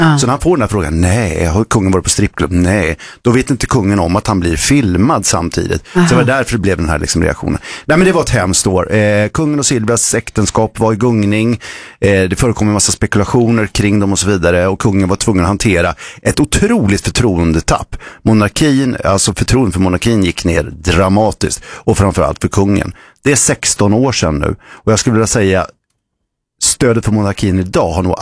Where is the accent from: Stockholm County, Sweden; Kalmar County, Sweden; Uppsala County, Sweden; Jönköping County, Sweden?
Jönköping County, Sweden; Vetlanda; Vi är ju båda från Vetlanda.